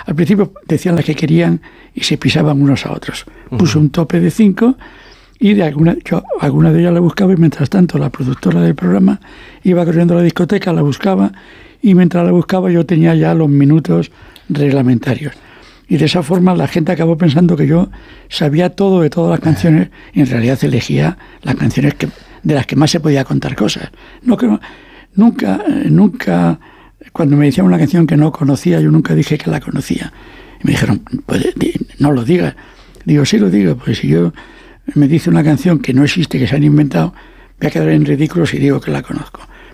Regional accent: Asturias, Spain; Como yo soy asturiano

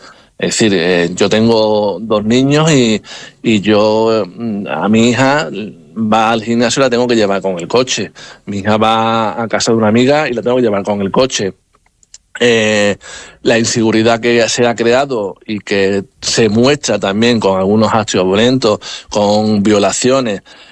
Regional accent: Spain; observar cómo iré yo, que soy español y cristiano

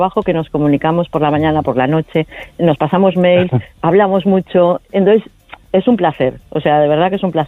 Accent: Barcelona, Catalonia, Spain; Y eso que soy de Barcelona, ¿eh?

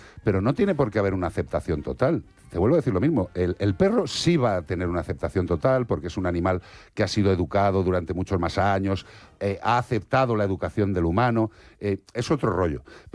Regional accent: Madrid, Community of Madrid, Spain; born there; Yo nací en Madrid.

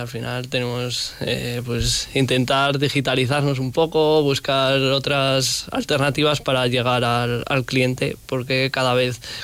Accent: Tricio, La Rioja, Spain; Somos de Tricio, además de todas las generaciones, vivimos allá en Tricio y eso

